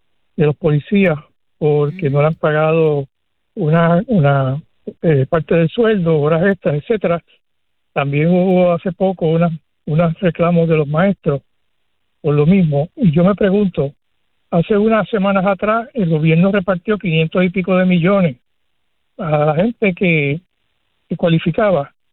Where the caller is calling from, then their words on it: Guaynabo, Puerto Rico; de Guaynabo.